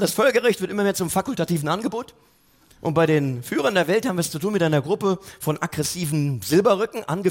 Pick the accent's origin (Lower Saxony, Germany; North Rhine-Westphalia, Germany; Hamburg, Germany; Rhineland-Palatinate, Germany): Rhineland-Palatinate, Germany; Mainz; weil ich natürlich als Mainzer es immer sehr genieße, in Mainz zu spielen.